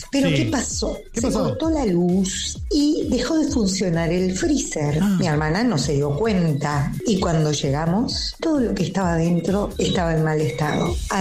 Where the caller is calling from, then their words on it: Avellaneda, Buenos Aires Province, Argentina; de Avellaneda